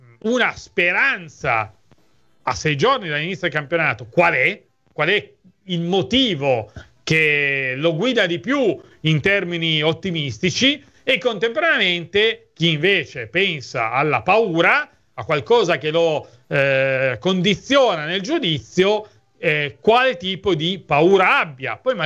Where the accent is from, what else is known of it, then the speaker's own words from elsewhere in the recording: Turin, Piedmont, Italy; io sono di Torino